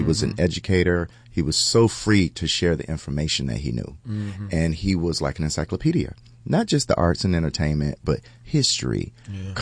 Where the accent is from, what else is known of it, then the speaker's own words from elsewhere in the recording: Atlanta, Georgia, United States; I'm from Atlanta, Georgia.